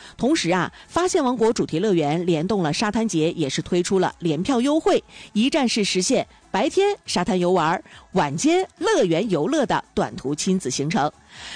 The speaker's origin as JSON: {"language": "Chinese", "town": "Dalian", "region": "Liaoning", "country": "China", "said": "用咱大连的本土方言形容叫撇了撇了的"}